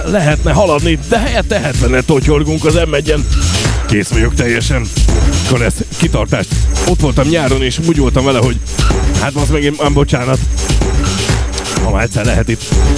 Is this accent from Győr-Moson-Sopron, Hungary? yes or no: yes; Győr, Győr-Moson-Sopron, Hungary; Pedig győri vagyok, úgyhogy tudom, miről beszélsz.